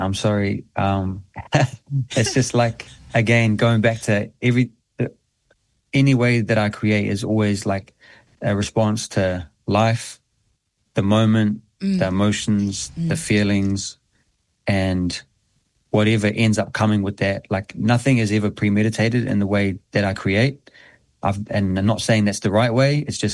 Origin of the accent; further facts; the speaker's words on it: New Zealand; I look back at my childhood growing up in New Zealand